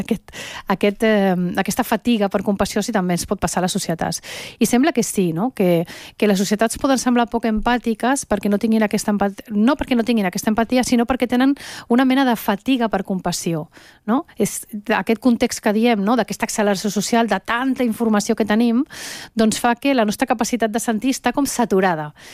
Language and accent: Catalan; Venezuela; jo també sóc de Venezuela, que tinc una connexió emocional, que forma part de la meva vida aquella terra